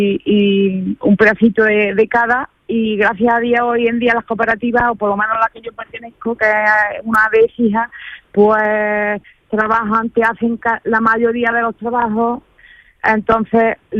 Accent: Montalbán de Córdoba, Andalusia, Spain; No, porque yo soy de Montalbán de Córdoba.

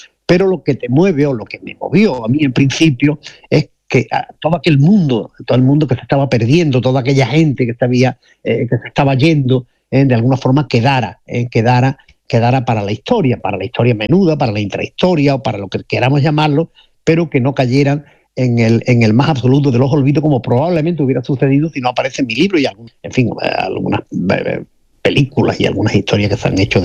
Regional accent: Almonte, Andalusia, Spain; Yo soy de Almonte, nací en Almonte, he vivido prácticamente toda mi vida en Almonte, exceptuando los años que he estado fuera estudiando y demás, ¿no? Bueno, y trabajando también muchos años fuera, pero que fundamentalmente he vivido en Almonte

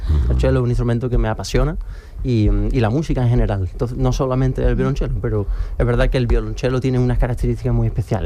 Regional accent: San Roque, Andalusia, Spain; Sí, yo soy de San Roque, y pueblecito del Campo de Gibraltar, y claro, yo empecé desde muy chiquitito

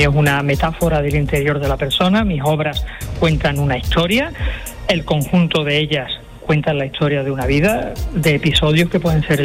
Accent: Algeciras, Andalusia, Spain; yo soy una persona de mar, vivo en la zona del litoral, soy de Algeciras, y evidentemente pues yo no vivo de espalda al mar.

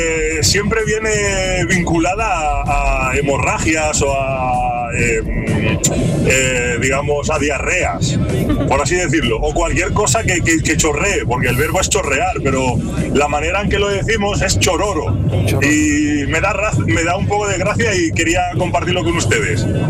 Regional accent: Tetouan, Tanger-Tetouan-Al Hoceima, Morocco; Yo soy originario de Tetuán, de Marruecos, y es una ciudad con muchísima tradición andaluza y andalusí.

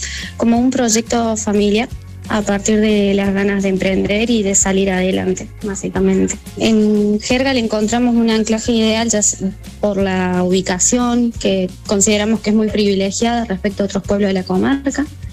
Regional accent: Argentina; now in Almería, Spain; somos todos argentinos

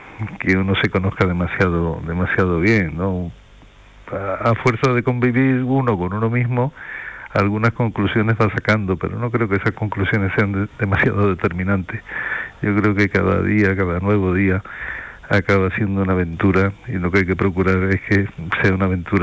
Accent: Rota, Andalusia, Spain; preferí usar el nombre real de donde transcurre la acción, que es aquí en Rota, de mi pueblo.

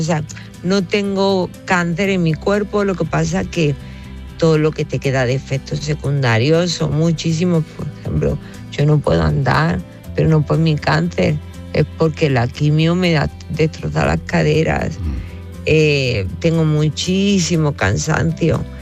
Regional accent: Spain; Digo, no, pues soy española.

